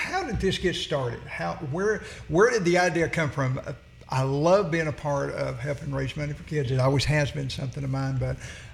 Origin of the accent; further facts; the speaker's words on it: Tennessee, United States; I grew up here in Tennessee, and I don't believe I'd want to go anywhere else.